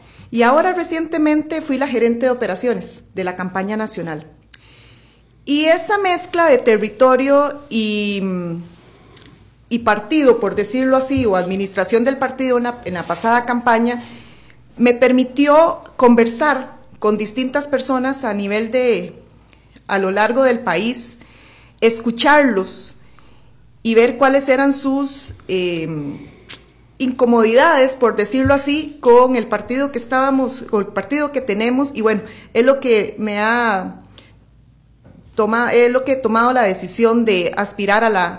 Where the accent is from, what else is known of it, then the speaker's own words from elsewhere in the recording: San José, Costa Rica; soy del Cantón de Mora, familia liberacionista toda la vida.